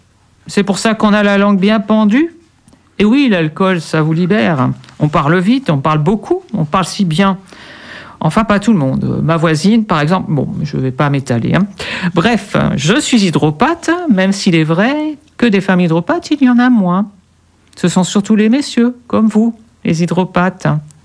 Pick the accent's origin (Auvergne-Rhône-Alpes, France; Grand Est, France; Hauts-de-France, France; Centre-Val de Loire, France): Hauts-de-France, France; Enfin, je suis ch'ti, attention.